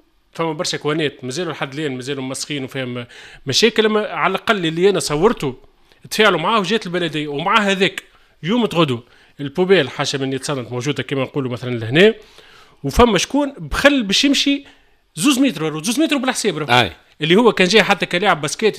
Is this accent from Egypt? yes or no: no; Tunisia; انا تونسي.